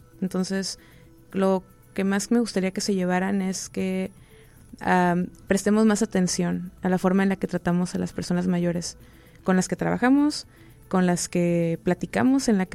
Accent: Mexico; como nosotros, por lo menos como mexicanos, siempre va a ser va a tener un papel muy importante.

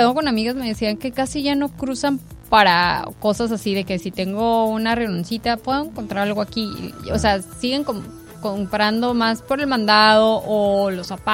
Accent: Tijuana, Baja California, Mexico; somos de Tijuana y que ya tenemos bastantes añitos

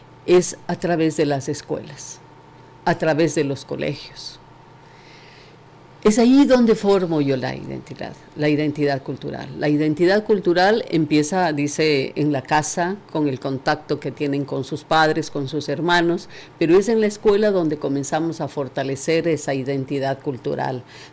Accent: Jipijapa, Manabí, Ecuador; now in Manta, Ecuador; yo no soy de Manta, yo soy de Jipijapa. Amo a Jipijapa, pero desde que yo estoy aquí en Manta, desde el 97 que vivo en Manta, comencé a amar esta tierra.

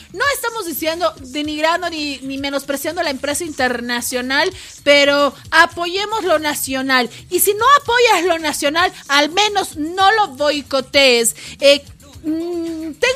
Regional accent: Bolivia; cómo realmente somos los bolivianos

